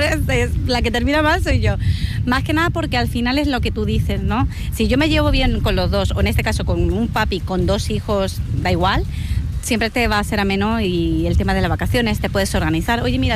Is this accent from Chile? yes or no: yes; Chile; now in Spain; Bueno, somos chilenos realmente.